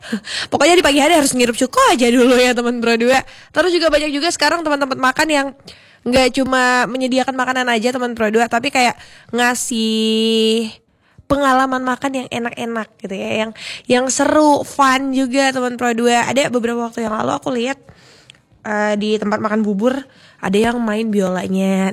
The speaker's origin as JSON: {"language": "Indonesian", "town": "Palembang", "region": "South Sumatra", "country": "Indonesia", "said": "kita sebagai orang Palembang"}